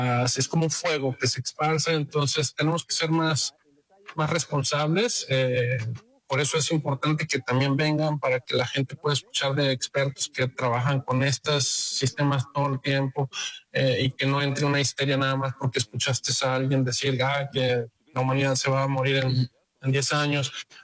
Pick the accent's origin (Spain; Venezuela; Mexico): Mexico; yo soy mexicano, amo a mi país, vivo fuera de México gran parte del año, me la paso en Europa